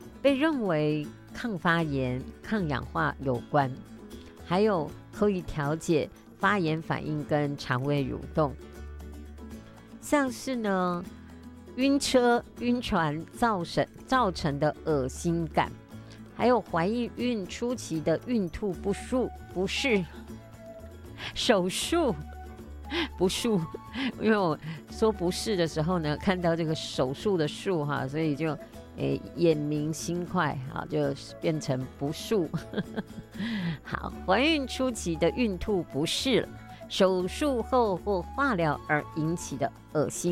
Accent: Taiwan; 我们台湾人

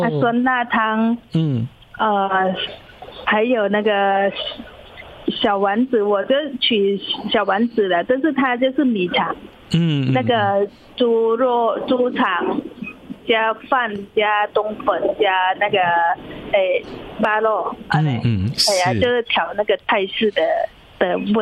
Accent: Thailand; Chinese is a second language; moved away; 就是在我们泰国那边的文化，我们就是说，我就是说啊，我从小就是妈妈，烤牛肉了怎样的给我们吃

